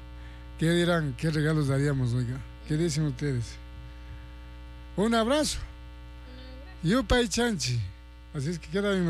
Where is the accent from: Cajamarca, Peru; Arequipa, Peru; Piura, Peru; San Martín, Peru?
San Martín, Peru; Cumbijín; estuve en mi tierrita linda, Cumbijín. Regresamos a Bellavista en la Santa Misa